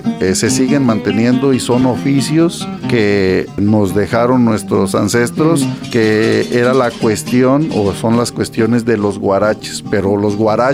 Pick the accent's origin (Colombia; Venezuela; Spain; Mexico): Mexico; Jalisco; pero sí somos jaliscienses, nos consideramos jaliscienses y claramente vamos a seguir siendo jaliscienses.